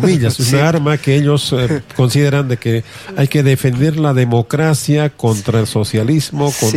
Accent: Peru

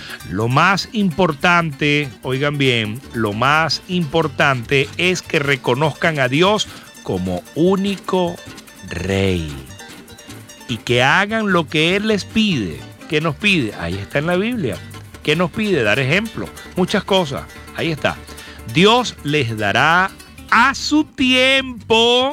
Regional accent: San Carlos, Cojedes, Venezuela; Así se canta en mi tierra, desde acá, desde San Carlos, capital del estado Cojedes, para toda Venezuela y el mundo.

